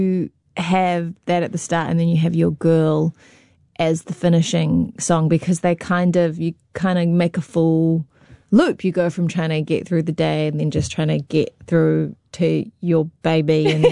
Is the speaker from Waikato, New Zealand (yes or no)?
yes; Raglan, Waikato, New Zealand; Yeah, and then you've got a show in my hometown in Raglan.